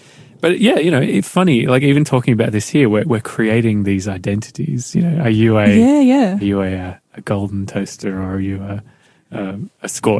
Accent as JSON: {"language": "English", "country": "Australia", "said": "I know being an Australian, whenever you travel overseas, the instant you hear another Australian voice"}